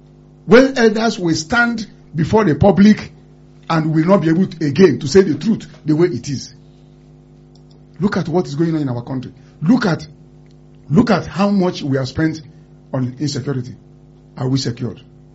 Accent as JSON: {"language": "English", "country": "Nigeria", "said": "I love Nigeria, Tolu. I'm a Nigerian."}